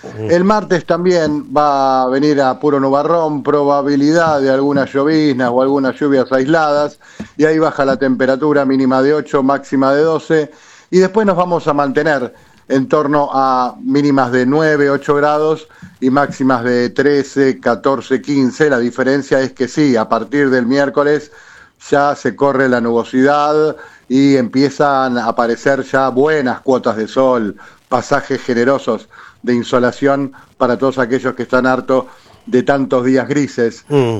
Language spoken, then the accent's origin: Spanish; Castelar, Buenos Aires Province, Argentina; Yo prefiero que me pregunten más por Castelar que por San Martín, porque yo soy del oeste.